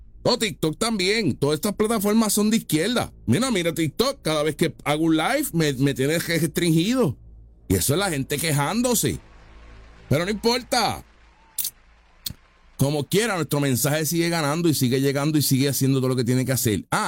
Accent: Puerto Rico; nosotros somos puertorriqueños, somos magas, somos conservadores

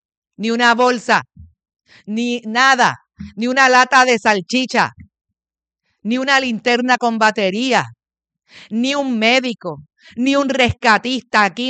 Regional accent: Puerto Rico

